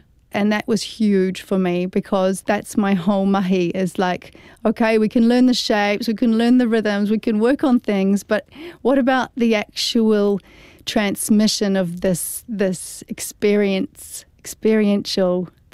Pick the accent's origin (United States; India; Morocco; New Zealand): New Zealand; also born or lived in Bulgaria; my experience as a Kiwi